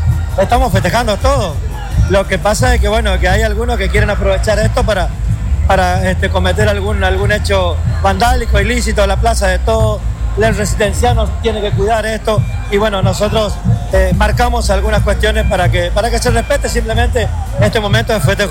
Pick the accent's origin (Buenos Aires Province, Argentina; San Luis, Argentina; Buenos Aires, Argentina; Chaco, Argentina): Chaco, Argentina; como el argentino, como somos los chaqueños.